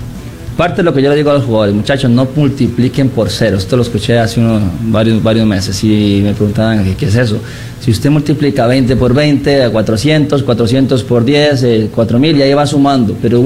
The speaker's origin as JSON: {"language": "Spanish", "country": "Costa Rica", "said": "nosotros no tenemos ejército en Costa Rica, pero de cierta manera somos el ejército de Costa Rica, representando al país por medio del fútbol."}